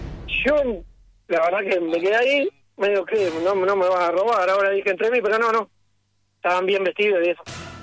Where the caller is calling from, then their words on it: Uruguay; yo soy un buen uruguayo